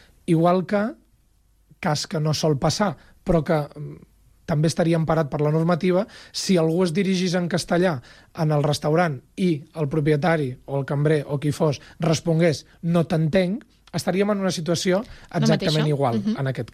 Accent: Catalonia, Spain; dins de Catalunya, com a residents, com a ciutadans catalans

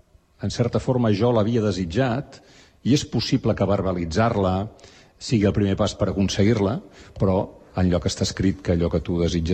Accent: Barcelona, Catalonia, Spain; no havia sortit del barri de Gràcia de Barcelona, d'on jo soc

